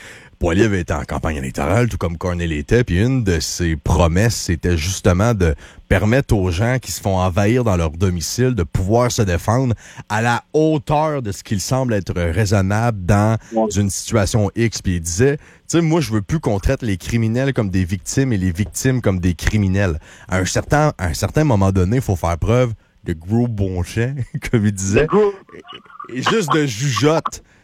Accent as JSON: {"language": "French", "region": "Quebec", "country": "Canada", "said": "chez nous au Québec, dans notre petit Québec"}